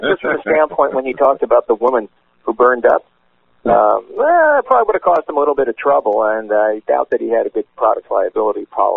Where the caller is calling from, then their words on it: Santa Rosa, California, United States; from Santa Rosa.